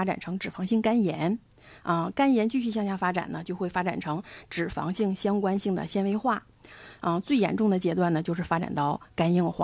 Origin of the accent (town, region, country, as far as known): Dalian, Liaoning, China